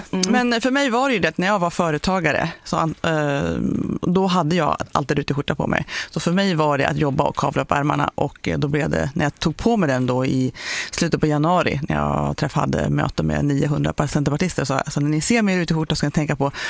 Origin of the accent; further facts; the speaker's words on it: Jämtland County, Sweden; Jag är ju uppväxt i Jämtland.